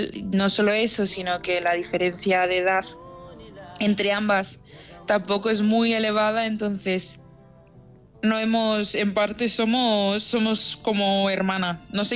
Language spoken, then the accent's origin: Spanish; Spain; tanto las personas que somos españolas